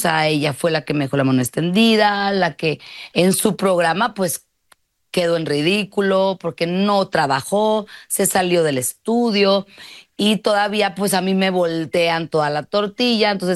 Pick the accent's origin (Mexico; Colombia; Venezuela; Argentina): Mexico; Monterrey, Nuevo León; Porque soy de Monterrey. Por más rehabilitada que esté y por más cristiana que sea, ¿verdad? Soy rehabilitada y cristiana